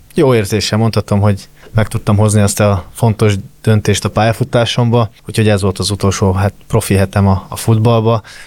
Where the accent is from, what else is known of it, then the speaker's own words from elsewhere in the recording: Győr, Győr-Moson-Sopron, Hungary; Igazából én lakótelepen nőttem fel Győrben, Marcavárosban, úgyhogy nem egy ilyen dúsgazdag környék, mondhatjuk